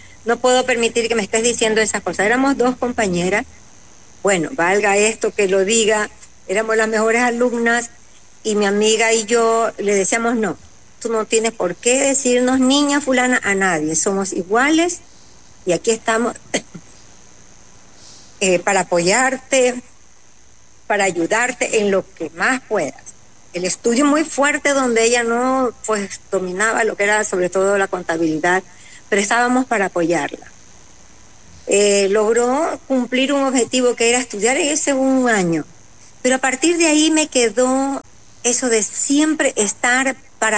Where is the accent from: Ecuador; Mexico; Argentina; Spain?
Ecuador; Esmeraldas; Yo vengo desde la provincia de Esmeraldas. Tengo ahorita 62 años de edad